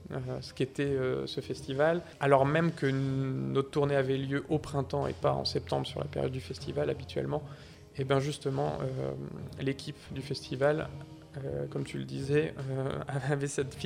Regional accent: Hauts-de-France, France; moved away; je viens de la Somme au départ, toute ma famille de longue date est de la Somme et Picarde.

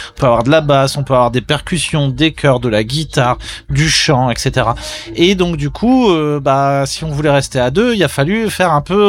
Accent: France; Et puis aussi, nous, en tant que français

